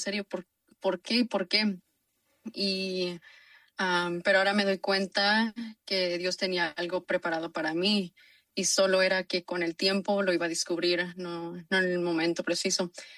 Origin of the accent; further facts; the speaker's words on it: Anderson, California, United States; also born or lived in Sacramento; Sí, yo crecí aquí en el área de Reading, más específicamente en Anderson. Mientras que estudiaba, sí viví en Sacramento por unos años, pero luego regresé aquí al área norte de California